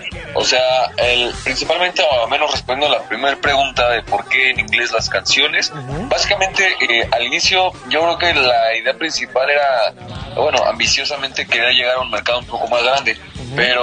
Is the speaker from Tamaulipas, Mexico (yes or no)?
no; Mexico City, Mexico; somos pues aquí de la ciudad.